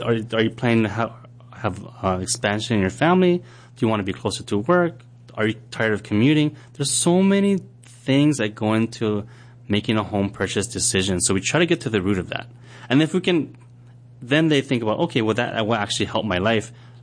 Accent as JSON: {"language": "English", "town": "Kaneohe", "region": "Hawaii", "country": "United States", "tie": "born or raised there", "said": "I grew up in Kaneohe. You know, we made our own way."}